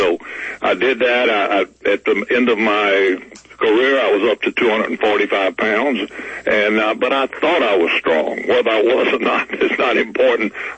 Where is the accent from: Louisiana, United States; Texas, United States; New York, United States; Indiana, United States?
Louisiana, United States; Baton Rouge; And I love growing up in Baton Rouge. I couldn't have asked for anything more.